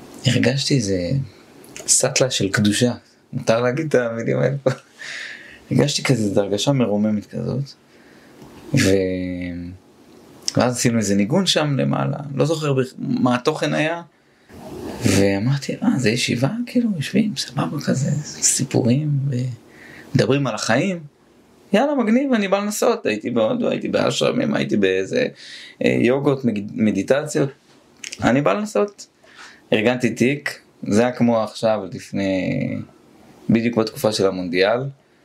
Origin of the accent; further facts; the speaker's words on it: Northern District, Israel; אז האמת, אני גדלתי בגולן, קרוב לפה, רואים תמיד, הסתכלתי מהגולן, רואים את האנטנות של צפת, תמיד צפת זה מקום מרוחק, קרוב אבל רחוק.